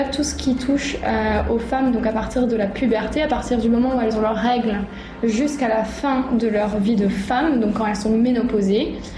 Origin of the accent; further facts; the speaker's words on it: Vanuatu; Moi, j'ai grandi au Vanuatu, j'ai fait l'école à Colardo, à l'école française, et ensuite, du coup, l'école de sage-femme à Paris.